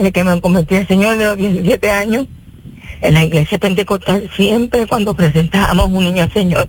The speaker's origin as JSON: {"language": "Spanish", "country": "Puerto Rico", "tie": "born or raised there", "moved": "yes", "said": "me hizo recordar mi niñez y mi juventud en Puerto Rico"}